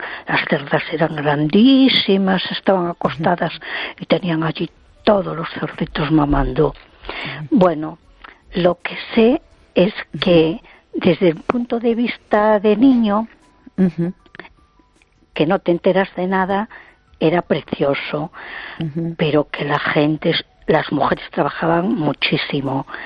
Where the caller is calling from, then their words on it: A Coruña, Galicia, Spain; de Coruña.